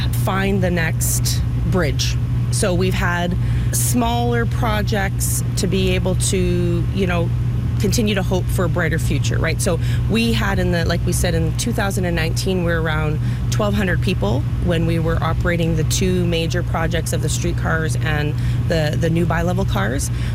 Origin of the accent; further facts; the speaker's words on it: Thunder Bay, Ontario, Canada; Born and raised in Thunder Bay. I started in pulp and paper as a chemical engineer